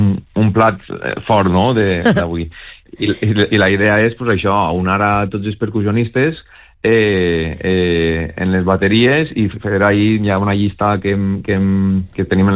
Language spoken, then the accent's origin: Catalan; Gata de Gorgos, Valencian Community, Spain; bueno, molts músics som de Gata, però també tenim músics de Teulà